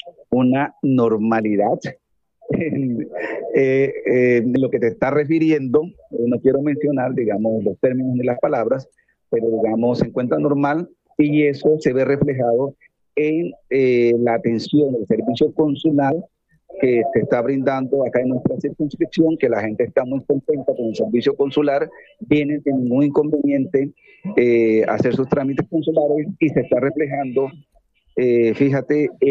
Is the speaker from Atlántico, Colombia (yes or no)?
yes; Barranquilla, Atlántico, Colombia; now in New York, United States; Efectivamente, soy de Barranquilla.